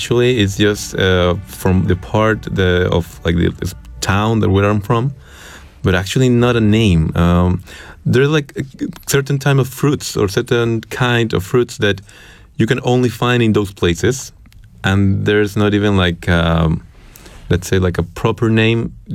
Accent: Oaxaca, Mexico; English is a second language; now in Poznań, Poland; Yeah, well, I'm from Mexico, from a state that is called Oaxaca. It's near the south in Mexico.

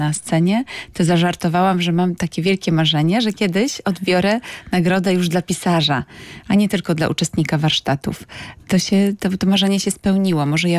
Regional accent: Śliwice, Kuyavian-Pomeranian Voivodeship, Poland; wzorowałam się bardzo na miejscowości, z której pochodzę, z Borów Tucholskich, ze Śliwic.

